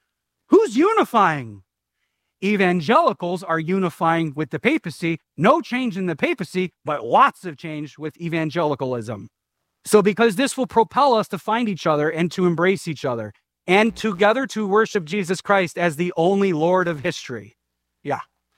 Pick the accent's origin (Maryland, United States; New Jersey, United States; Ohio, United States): Ohio, United States; Cleveland; I proudly say I am from Cleveland.